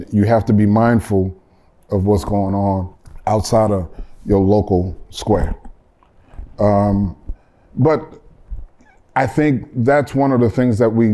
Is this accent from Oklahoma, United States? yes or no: no; New Orleans, Louisiana, United States; You know, I grew up in New Orleans.